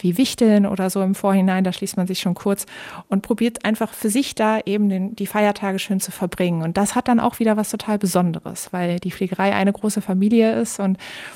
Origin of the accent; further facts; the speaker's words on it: Cologne, North Rhine-Westphalia, Germany; Ich persönlich komme aus dem Rheinland, ich komme aus Köln. Köln ist für mich meine absolute Heimat, mein Zuhause, meine Traumstadt.